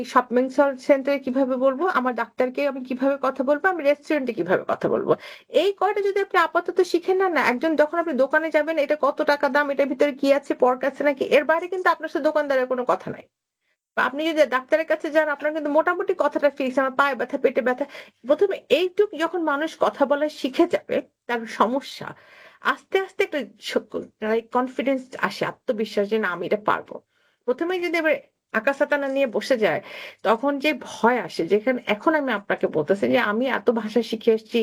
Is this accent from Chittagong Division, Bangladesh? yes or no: no; Dhaka, Dhaka Division, Bangladesh; আসলে আমার জন্ম ঢাকায়, আমি বড় হয়েছে রামপুরাতে, আমার দাদার বাড়ি গোপালগঞ্জে।